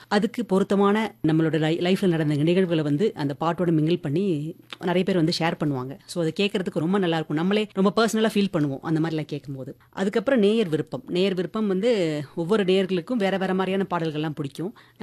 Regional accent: Chennai, Tamil Nadu, India; நான் வந்து பிறந்து வளர்ந்ததெல்லாம் சென்னையில.

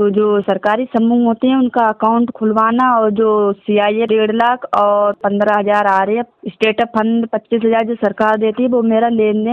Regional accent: Bareilly district, Uttar Pradesh, India; मैं ग्राम सरकड़ा की रहने वाली हूँ, मेरी तहसील है फरीदपुर और जिला बरेली ब्लॉक फरीदपुर

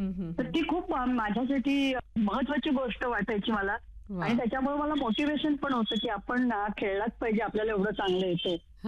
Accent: Sangli, Maharashtra, India; मी मूळची सांगलीची बरं का, तर सांगलीमध्ये म्हणजे तसं थोडंसं बुद्धिबळाचं वातावरण पण होतं

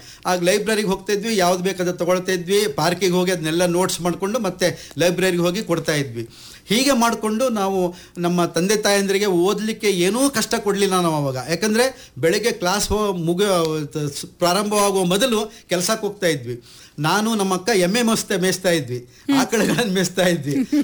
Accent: Karnataka, India; ನಮ್ಮ ಹಳ್ಳಿಯ ಊರಿನ ಪಕ್ಕದಲ್ಲಿ ಬ್ರಹ್ಮಾವರ ಭಾರ್ಕೂರ್ ಅಂತ ಇದೆ.

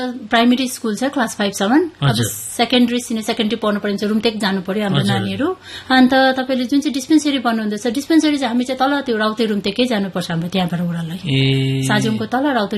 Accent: Timpem, Sikkim, India; म चाहिँ तिम्पेमबाट हो … मेरो गाउँको नाम चाहिँ तिम्पेम हो। साजुङदेखि 1 किलोमिटर यताभित्र पस्यो भने चाहिँ हाम्रो गाउँ तिम्पेम भनेर भेट्नुहुन्छ तपाईँले त्यहाँनिर।

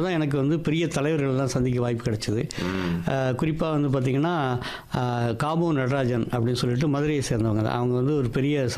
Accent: Kadayanallur, Tamil Nadu, India; born there; moved away; also born or lived in Madurai / Thirumangalam; ஐயா நான் வந்து என்னுடைய பூர்வீகம் வந்து கடையநல்லூர், அதாவது பழைய திருநெல்வேலி மாவட்டம், இப்போது கிடைக்கக்கூடிய தென்காசி மாவட்டம்.

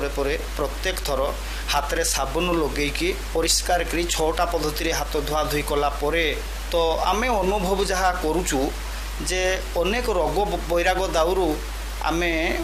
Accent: Digarestia, Odisha, India; ଆମ ଗାଁ ହଉଛି ଦିଗାରେସ୍ତିଆ, ଗ୍ରାମ ପଞ୍ଚାୟତ ଗୌରମା ଏବଂ ବ୍ଲକ ହଉଛି କୁଳିଅଣା।

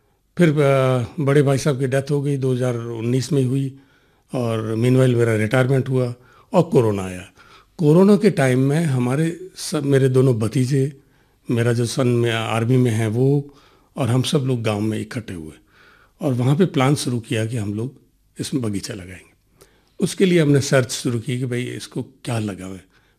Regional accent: Pali district, Rajasthan, India; also born or lived in Udaipur; मैं एक किसान परिवार से बिलोंग करता हूँ। मेरा गांव पोमावा है, पाली डिस्ट्रिक्ट है और सुमेरपुर तहसील है।

